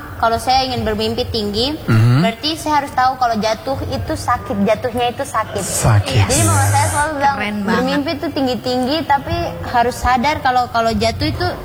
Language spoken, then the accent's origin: Indonesian; Eastern Indonesia, Indonesia; Apalagi kan kita dari Indonesia Timur kan dikenal dari tuh orang-orang yang